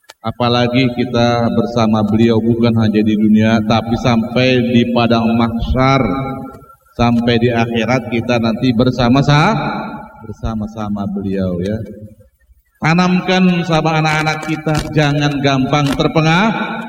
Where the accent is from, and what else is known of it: Indonesia; also born or lived in Syria